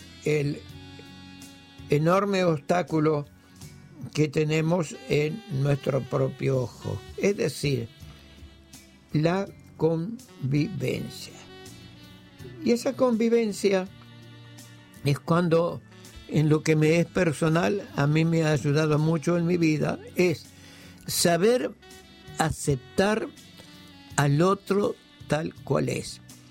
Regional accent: Uruguay

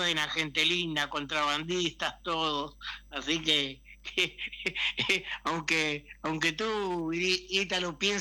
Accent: Pueblo Sequeira, Artigas, Uruguay; now in Salto, Uruguay; Y en mi pueblo, ¿no? Pueblo Sequeira, toda gente buena, toda gente linda, contrabandistas

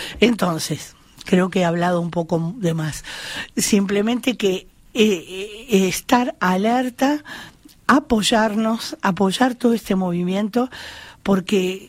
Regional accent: Uruguay

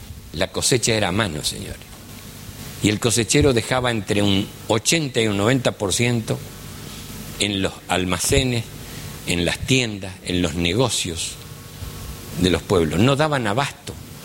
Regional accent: Chaco, Argentina; Saben también ustedes que yo soy del Chaco. Y el Chaco no siempre fue provincia. Fue una de las famosas 10 gobernaciones.

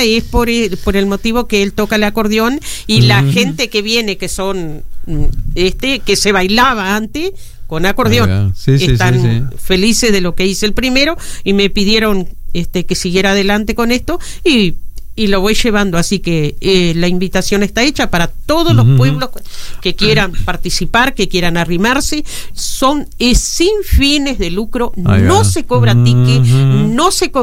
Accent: Uruguay; moved away as an adult; Yo soy nacida y criada uh-huh, ahí. Yo tuve hasta los 18 años y 20 tuve ahí en mi pueblo. Ahora hacía 32 años que no iba

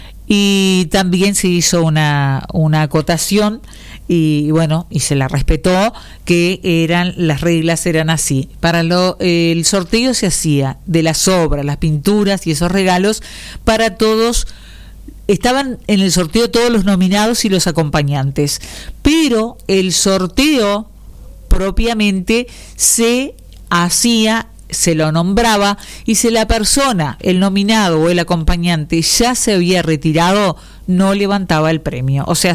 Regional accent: Salto, Uruguay; Para Salto, porque soy salteña

